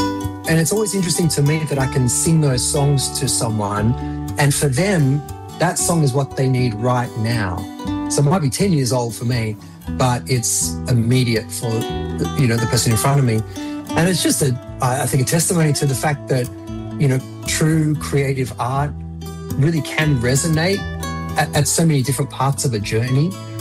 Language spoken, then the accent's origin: English; Australia; as an Aussie